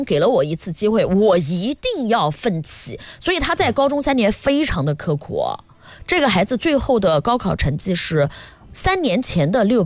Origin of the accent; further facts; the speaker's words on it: Nanjing, Jiangsu, China; 我们南京人的心目中真正的人民艺术家，